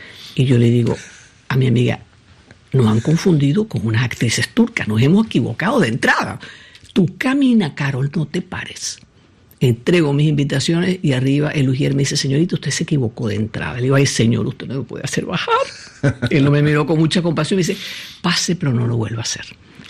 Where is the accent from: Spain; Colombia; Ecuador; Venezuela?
Venezuela; moved away; yo no soy inglesa, yo soy venezolana.